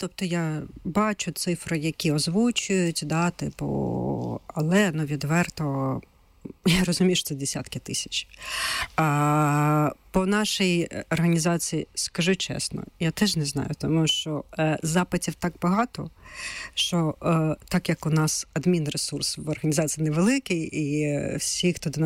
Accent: Luhansk, Luhansk Oblast, Ukraine; Так, дійсно, я сама з Луганська.

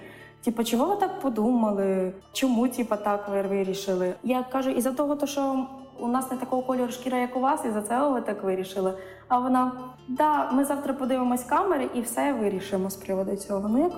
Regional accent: Liubashivka, Odesa Oblast, Ukraine; Взагалі, я народилася в селищі Любашівка. Я росла в багатодітній родині, а нас семеро мами. У нас була така більш проста родина, ну, консервативна.

